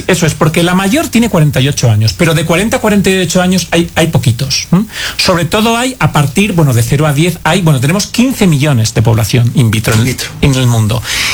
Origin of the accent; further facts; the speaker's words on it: Spain; tenemos lugares como España, de donde yo vengo